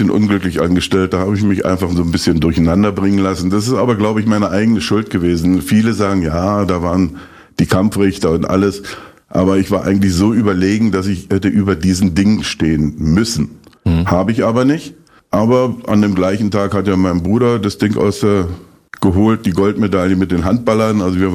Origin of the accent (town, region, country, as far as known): Eisenhüttenstadt, Brandenburg, Germany; born or raised there